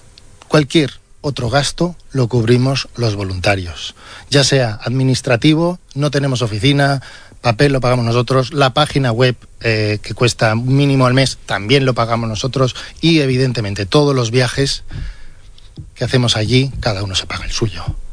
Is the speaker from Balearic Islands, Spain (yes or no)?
yes; Palma, Balearic Islands, Spain; yo en Palma, aquí fui al colegio de jesuitas, a Montesión, siempre ha estado Dios, la religión presente.